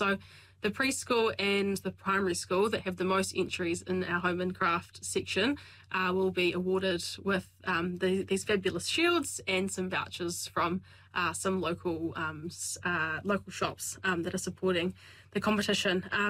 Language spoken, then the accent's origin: English; Rangiora, Canterbury, New Zealand; Yeah, so I grew up in Rangiora, and I say that I'm 50-50 when people ask me whether I grew up on farm, because my parents both have always worked in the primary sector